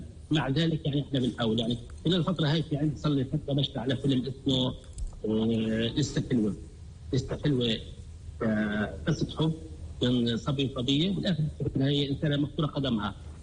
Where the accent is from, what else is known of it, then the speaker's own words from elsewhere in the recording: Gaza, Gaza Strip, Palestine; عندنا في غزة